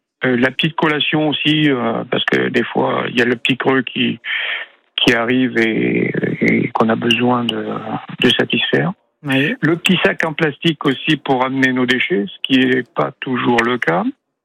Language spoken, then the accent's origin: French; Nouvelle-Aquitaine, France; chez nous, en Creuse